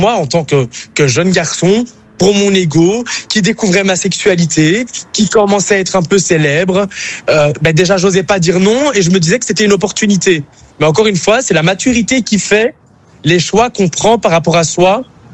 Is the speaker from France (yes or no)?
no; Brussels, Belgium; Ils m'ont rappelé parce que oui, je suis belge. Oui. Je viens de Bruxelles.